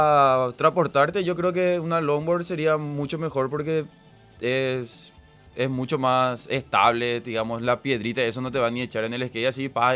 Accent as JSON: {"language": "Spanish", "region": "Paraguarí", "country": "Paraguay", "said": "yo soy de Paraguarí."}